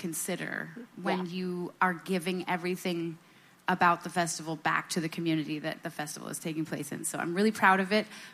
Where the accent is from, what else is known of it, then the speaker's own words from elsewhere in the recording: Vermont, United States; my hometown in Vermont